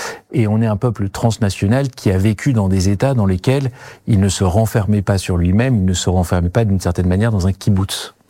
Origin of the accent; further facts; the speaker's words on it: France; Je suis un républicain, je suis amoureux de la France, et je pense que je ne serais pas l'Arménien que je suis si je n'étais pas français, et je ne serais pas le Français que je suis si je n'étais pas arménien.